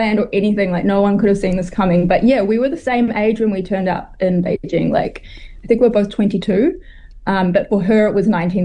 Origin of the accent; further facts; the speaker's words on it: New Zealand; moved away as an adult; also born or lived in Wellington; now in China; I grew up speaking Chinese, even though I grew up in New Zealand.